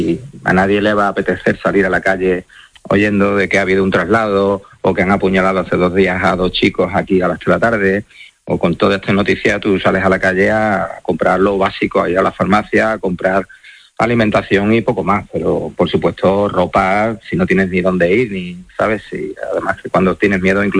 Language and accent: Spanish; Spain; Los primeros somos nosotros, primero somos los caballos, somos españoles